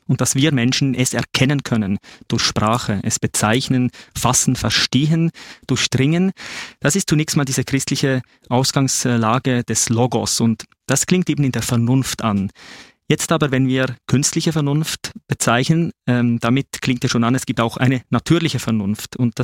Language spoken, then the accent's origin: German; Bern, Switzerland; mein zweiter Vorname lässt es schon vermuten. Ich bin auch Finne, konkret also halb Schweizer, halb Finne, in Bern aufgewachsen.